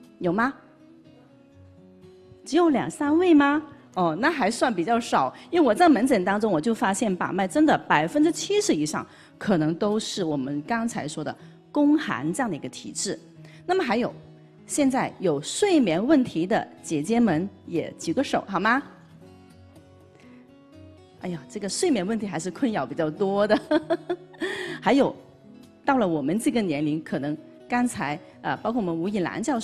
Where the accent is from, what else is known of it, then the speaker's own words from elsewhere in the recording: Guangdong, China; 因为我是广东人，刚才跟大家打招呼的时候我就用了粤语啊